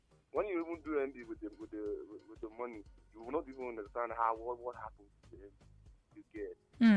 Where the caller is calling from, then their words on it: Kogi, Nigeria; I'm calling from Kogi.